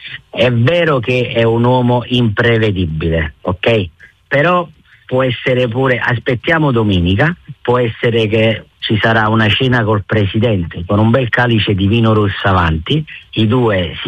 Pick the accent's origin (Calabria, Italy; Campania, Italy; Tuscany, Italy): Campania, Italy; Naples